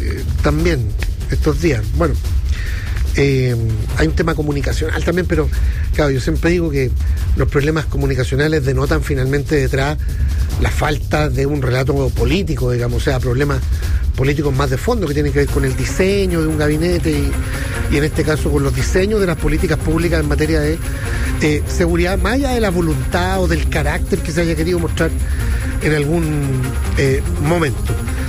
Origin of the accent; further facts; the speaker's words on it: Chile; somos racistas los chilenos